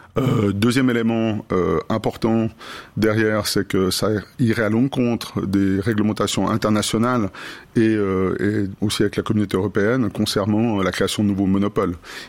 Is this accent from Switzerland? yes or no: yes; Romandy, Switzerland; Premièrement, parce qu'on est romand